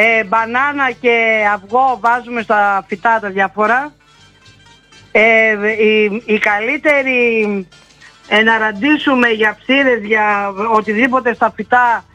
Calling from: Pentalofos, Greece; είμαι από την Πεντάλοφο

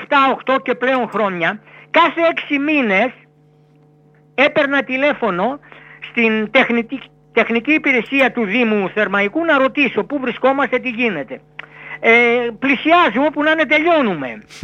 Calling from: Kallithea, Attica, Greece; από Καλλιθέα Περιστέρια.

